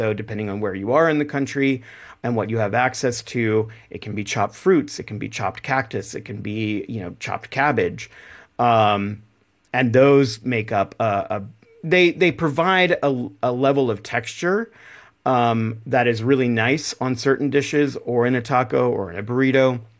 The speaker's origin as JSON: {"language": "English", "region": "Texas", "country": "United States", "tie": "born or raised there"}